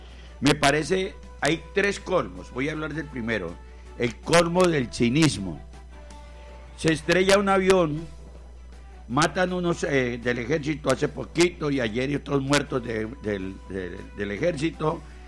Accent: Colombia; tengo que actuar es como colombiano

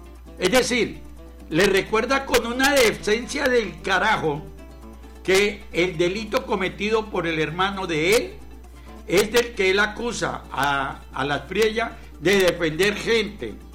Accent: Colombia; mi país, que es el país de mis hijos, de mis nietas y mis bisnietos

